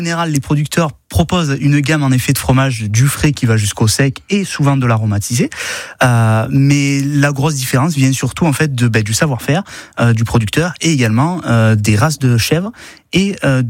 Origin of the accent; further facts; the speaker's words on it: Provence-Alpes-Côte d'Azur, France; chez nous en Vaucluse